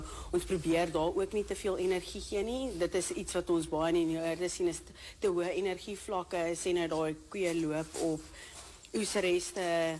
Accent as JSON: {"language": "Afrikaans", "town": "Pretoria", "region": "Gauteng", "country": "South Africa", "tie": "born or raised there"}